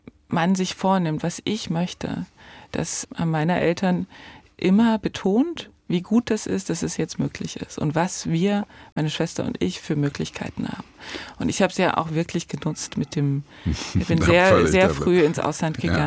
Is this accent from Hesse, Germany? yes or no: no; Saxony, Germany; Ich sage, ich komme aus der Nähe von Leipzig, in Ostdeutschland.